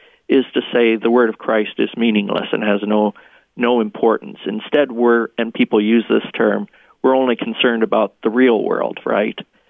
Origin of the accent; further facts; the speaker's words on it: Canada; My home country is in Canada.